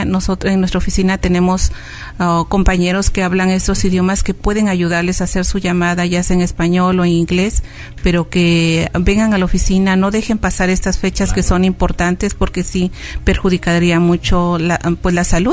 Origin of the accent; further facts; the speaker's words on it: Mexico; que se sientan orgullosos de que somos mexicanos, de las raíces y la cultura que tenemos